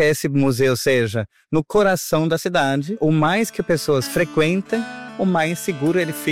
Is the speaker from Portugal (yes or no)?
no; Germany; accent: German; Portuguese is a second language; moved away as an adult; now in São Paulo, Brazil; Eu sou alemão, né? Como dá para ouvir talvez pelo sotaque, mas eu vivo há 22 anos no Brasil. Eu vim para cá por questões familiares, pessoais.